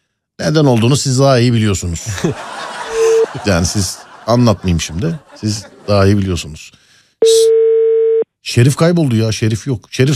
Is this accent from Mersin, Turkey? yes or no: no; Kayseri, Turkey; Ben Kayseriliyim.